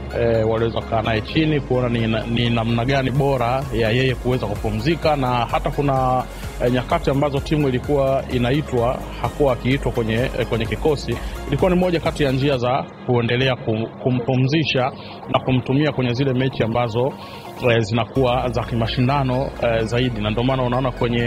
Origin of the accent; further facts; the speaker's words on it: Tanzania; mimi ni Mtanzania